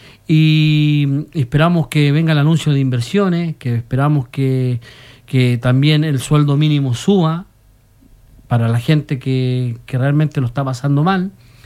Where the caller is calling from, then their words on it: Chile; nosotros como pueblo chileno